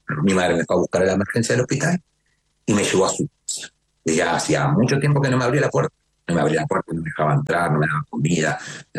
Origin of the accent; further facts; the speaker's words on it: Uruguay; now in Chile; Yo estoy en Chile y soy uruguayo. Pero todo esto pasó en Uruguay, ¿no? Hoy vivo en Chile hace años